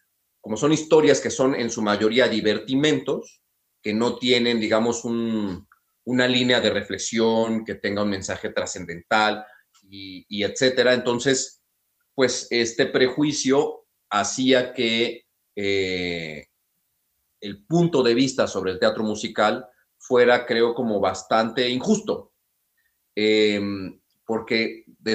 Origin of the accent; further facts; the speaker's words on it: Mexico; Y pues somos mexicanos.